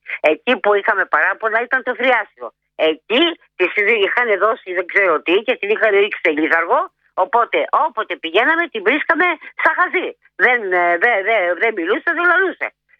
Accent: Chalcis, Central Greece, Greece; Γιατί είμαι από τη Χαλκίδα και δεν τη γυρίζω πίσω.

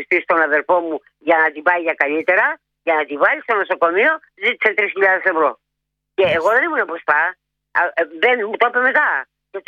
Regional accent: Chalcis, Central Greece, Greece; Γιατί είμαι από τη Χαλκίδα και δεν τη γυρίζω πίσω.

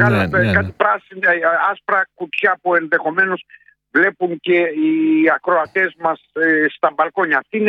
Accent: Patras, Western Greece, Greece; born there; Είχα την μεγαλύτερη τύχη να γεννηθώ στην Πάτρα.

